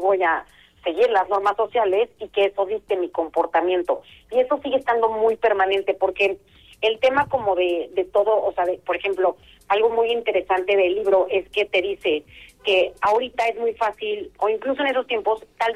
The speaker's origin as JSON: {"language": "Spanish", "country": "Mexico", "said": "esta doble moralidad que tenemos como mexicanos y como sociedad"}